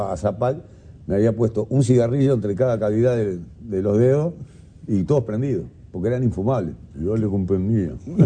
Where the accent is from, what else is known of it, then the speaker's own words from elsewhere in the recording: Montevideo, Uruguay; yo nací en la aduana, en la Ciudad Vieja, uh-huh. A dos cuadras del puerto.